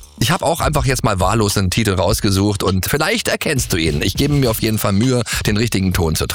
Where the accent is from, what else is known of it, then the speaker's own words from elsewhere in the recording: Berlin, Germany; Ich bin ja Berliner.